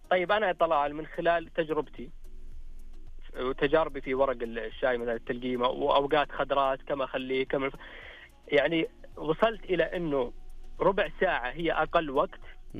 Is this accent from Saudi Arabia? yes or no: yes; Saudi Arabia; عندنا في السعودية